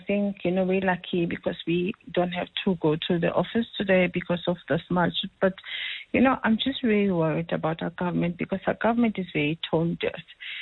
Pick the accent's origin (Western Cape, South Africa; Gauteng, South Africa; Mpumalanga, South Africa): Gauteng, South Africa; Yeoville; I mean, if you go to Yeovil, I grew up in Yeovil. Yeovil says nothing about South Africa.